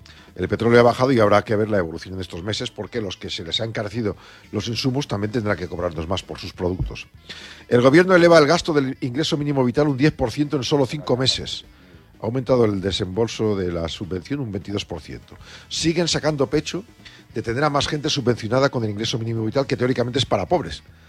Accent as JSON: {"language": "Spanish", "area": "Soria", "region": "Castile and León", "country": "Spain", "moved": "yes", "said": "Soria, mi tierra"}